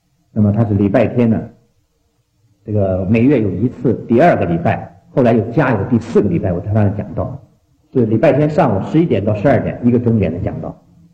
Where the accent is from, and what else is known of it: China